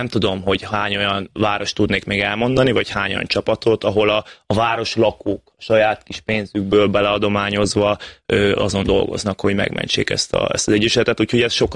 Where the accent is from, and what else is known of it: Szombathely, Vas, Hungary